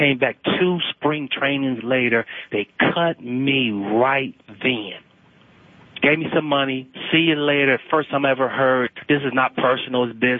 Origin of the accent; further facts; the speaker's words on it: Michigan, United States; You know, so I'm from Michigan.